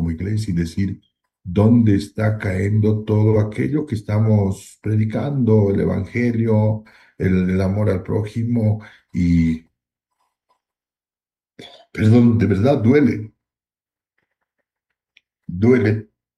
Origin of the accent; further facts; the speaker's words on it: Bolivia; qué estamos haciendo como bolivianos desde la responsabilidad que tenemos